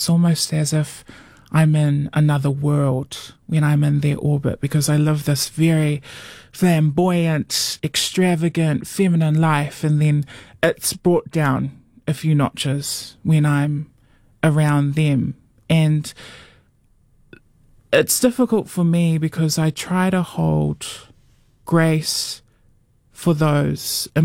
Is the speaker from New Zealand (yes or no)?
yes; Auckland, New Zealand; I grew up in South Auckland